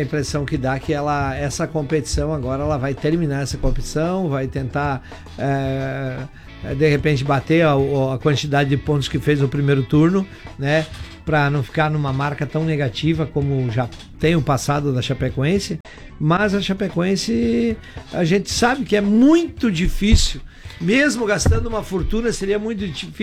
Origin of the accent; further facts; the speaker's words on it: Brazil; nós somos brasileiros, somos chapecoenses